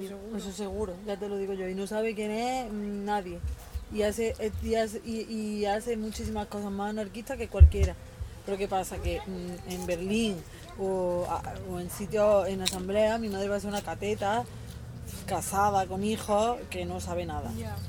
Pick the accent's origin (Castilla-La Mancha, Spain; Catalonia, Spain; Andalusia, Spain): Andalusia, Spain; Nosotros somos andaluzas. Yo sé que mi identidad andaluza de barrio y cani está totalmente en contraposición a ser una tía de Berlín.